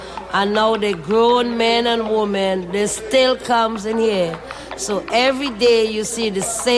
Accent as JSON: {"language": "English", "country": "Trinidad & Tobago", "moved": "yes", "lives_now": "Baltimore, United States", "said": "I came from Trinidad and Tobago. And I ended up in Baltimore, Maryland, and this is where I've been since."}